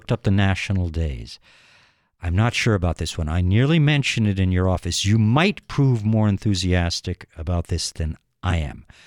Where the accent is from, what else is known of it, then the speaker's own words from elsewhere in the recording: East, United States; now in Colorado, United States; I'm from the East, and I went to college on Lake Ontario